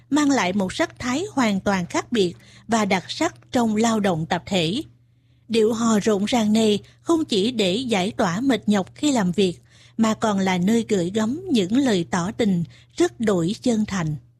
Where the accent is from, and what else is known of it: Central Vietnam, Vietnam